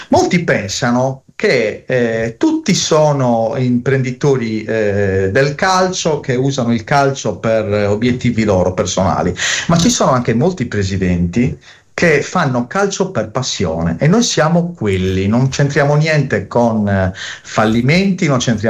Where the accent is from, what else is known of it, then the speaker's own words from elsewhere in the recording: Sassari, Sardinia, Italy; Io sono sassarese, quindi sono tifoso della Torres.